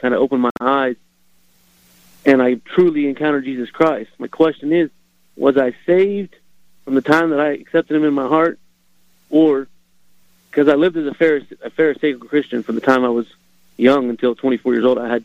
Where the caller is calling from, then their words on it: Amarillo, Texas, United States; I'm from Amarillo.